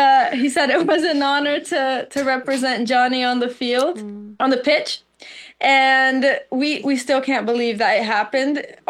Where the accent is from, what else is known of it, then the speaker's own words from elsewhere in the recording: Curitiba, Paraná, Brazil; now in United Kingdom; So I am originally from Curitiba, Brazil.